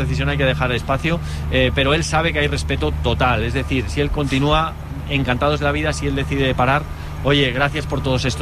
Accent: Barcelona, Catalonia, Spain; accent: Catalan; Yo soy de Barcelona. Pero tengo tengo poco acento catalán.

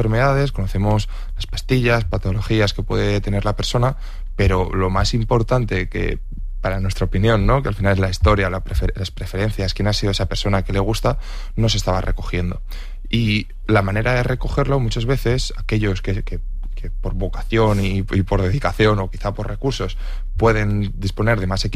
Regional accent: Ayora, Valencian Community, Spain; crecimos en Ayora, en un pueblo pequeñito

